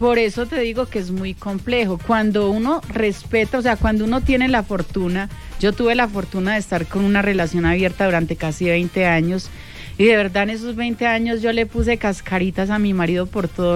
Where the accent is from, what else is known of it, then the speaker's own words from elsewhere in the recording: Pereira, Risaralda, Colombia; El siguiente sería el 28 en la ciudad de Pereira. En mi tierra, sí.